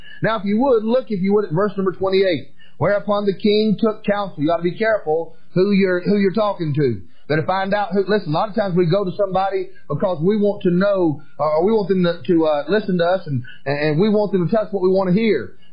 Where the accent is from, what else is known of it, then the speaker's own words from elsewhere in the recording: Atlanta, Georgia, United States; we're from Atlanta. I love the Atlanta Braves, and we're big Braves fans down there